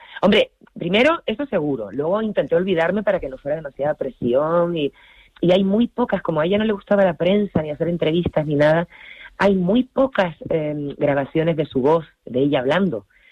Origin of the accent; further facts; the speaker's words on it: Las Palmas, Canary Islands, Spain; yo soy de Gran Canaria, yo soy de Las Palmas.